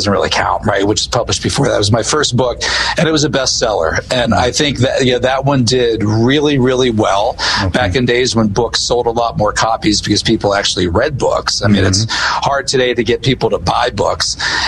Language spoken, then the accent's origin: English; Butler, Pennsylvania, United States; I'm actually from Butler, Pennsylvania.